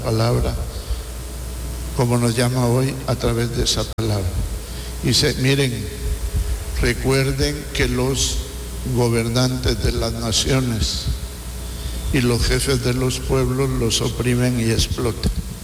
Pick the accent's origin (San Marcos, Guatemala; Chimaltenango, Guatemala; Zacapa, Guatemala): Zacapa, Guatemala; Teculután; Yo recuerdo que de niño crecí, soy de Teculután